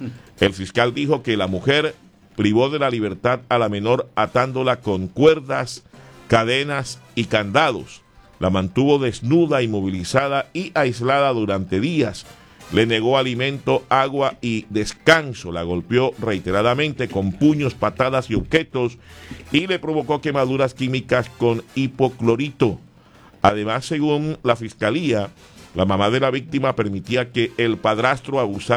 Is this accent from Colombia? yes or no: yes; Colombia